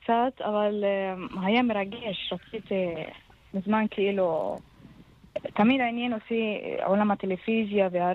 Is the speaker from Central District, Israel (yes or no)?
no; Mazra'a, Northern District, Israel; מכפר מזרע בצפון.